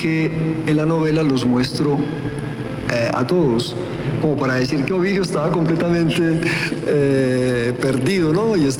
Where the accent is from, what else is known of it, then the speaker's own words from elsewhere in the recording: Colombia; moved away as an adult; also born or lived in France; tengo una experiencia también de exiliado, como escritor colombiano que estuve exiliado en Francia